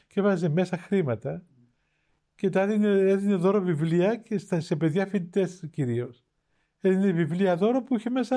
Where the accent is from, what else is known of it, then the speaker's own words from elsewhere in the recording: Cyprus; Ούτε έλεγα είμαι από την Κύπρο, όχι πως περιφρόνσα την Κύπρο